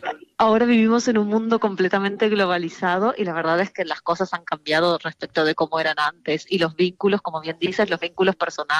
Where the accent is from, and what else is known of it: Argentina; now in Spain